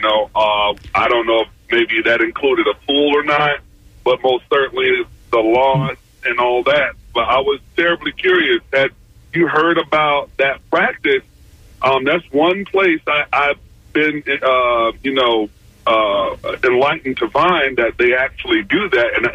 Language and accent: English; Florida, United States; I'm calling because I grew up around Hillsborough County. We moved around a lot.